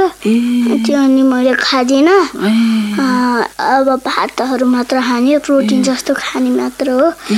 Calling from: Surkhet, Karnali Province, Nepal; हाम्रो घर चाहिँ सुर्खेत हो

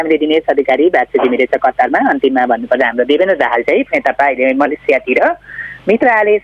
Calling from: Ilam, Koshi Province, Nepal

